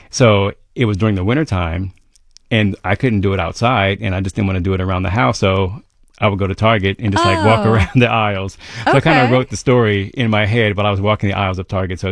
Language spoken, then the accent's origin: English; Columbus, Ohio, United States; I'm from Columbus's East Side. We call it well, I guess they call it now the King Lincoln District, or Bronzeville, as it was called back in the day.